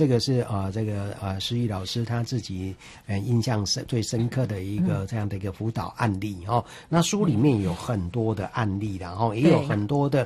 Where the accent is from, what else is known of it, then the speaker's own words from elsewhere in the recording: Changhua County, Taiwan; 这个是我彰化是我的老家啦